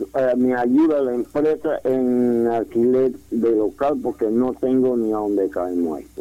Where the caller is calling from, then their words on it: La Chorrera, Panamá Oeste, Panama; De Chorrera